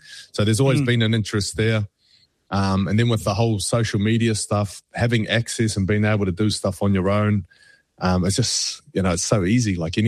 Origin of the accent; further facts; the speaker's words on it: Auckland, New Zealand; Like I'm from Auckland, you know, I spent my weekends growing up in Otara. I lived in Howick. I lived, you know, I'm an East Side boy.